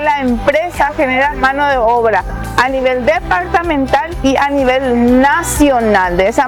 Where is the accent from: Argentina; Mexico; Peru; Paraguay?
Paraguay